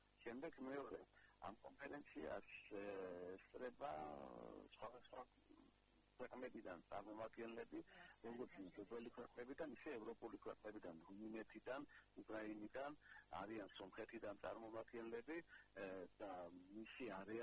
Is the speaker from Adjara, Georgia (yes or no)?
yes; Adjara, Georgia; ჩვენი კუთხე არის განსაკუთრებული ქრისტიანული ისტორიის მატარებელი კუთხე